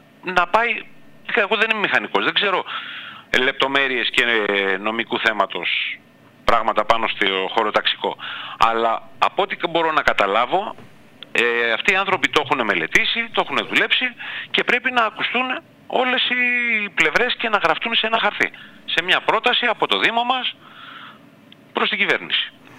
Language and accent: Greek; Samos, North Aegean, Greece; Εγώ, σαν Σαμιώτης, σαν πολίτης